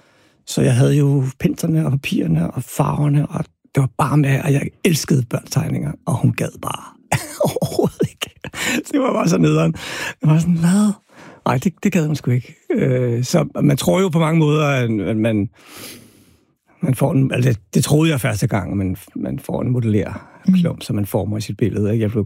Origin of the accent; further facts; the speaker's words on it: Albertslund, Capital Region of Denmark, Denmark; jeg voksede op i Albertslund på Villavej, og det, der hedder Soveby.